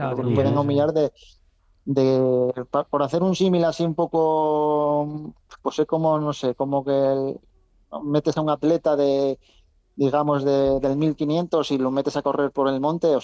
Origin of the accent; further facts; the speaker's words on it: Ribadesella, Asturias, Spain; Bueno, a ver, yo soy de Riva de Sella y entreno en Riva de Sella